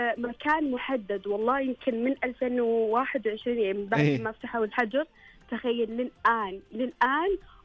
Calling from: Riyadh, Riyadh Province, Saudi Arabia; من العاصمة.

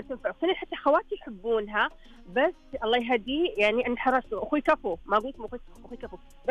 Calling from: Eastern Province, Saudi Arabia; انا من الشرقية.

